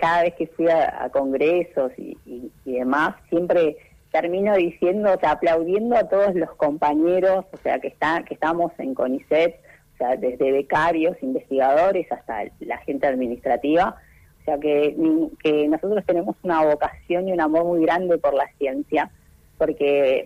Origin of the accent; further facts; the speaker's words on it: Lago Blanco, Chubut, Argentina; moved away as an adult; also born or lived in Comodoro Rivadavia; yo soy oriunda de Lago Blanco, nací, me crié en Lago Blanco, cursé mis estudios hasta el secundario